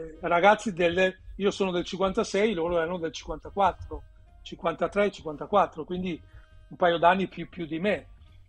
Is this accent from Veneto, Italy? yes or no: yes; Veneto, Italy; io da Veneto, all'epoca era appena, cioè sempre, io sono cresciuto a pane e terroni, diciamolo, da ragazzini nel nostro Veneto, nel nostro quartiere, nel nostro rione, c'era questa cosa.